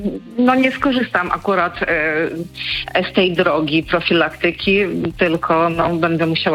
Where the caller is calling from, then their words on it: Rzeszów, Subcarpathian Voivodeship, Poland; Mieszkam w Rzeszowie.